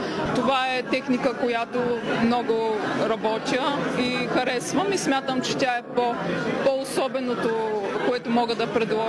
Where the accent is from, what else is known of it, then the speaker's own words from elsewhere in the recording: Pomorie, Burgas Province, Bulgaria; аз съм родена, израснала в Поморие, учила съм в Бургас, така че морето винаги е било около мен и продължавам да работя и да живея тук